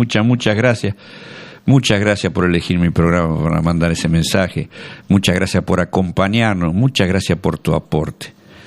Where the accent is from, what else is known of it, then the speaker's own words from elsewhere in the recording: Buenos Aires Province, Argentina; Nosotros cuando escuchamos chamamé, siendo bonaerense, nos sentimos re felices